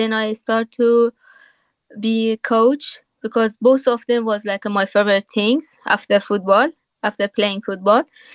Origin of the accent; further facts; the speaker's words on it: Afghanistan; first language Dari; English is a second language; my first language after my Persian, like Dari language. So like English is going to be third one.